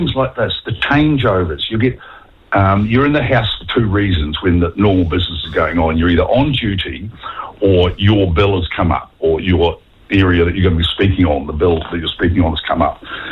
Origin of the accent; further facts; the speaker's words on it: West Coast, New Zealand; now in Wellington, New Zealand; I grew up on the West Coast, as you mentioned, and I used to go hunting and tramping up rivers.